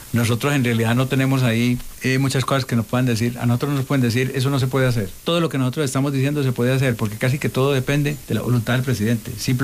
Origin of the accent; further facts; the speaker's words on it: Antioquia, Colombia; somos paisas los dos, los vamos a representar muy bien, vamos a defender los intereses de todos los paisas del departamento, para que Antioquia siga adelante